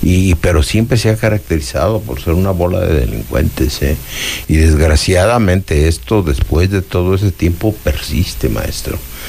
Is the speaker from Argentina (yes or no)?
no; Michoacán, Mexico; esto me recuerda a mi pueblo natal, está ahí a 15 minutos.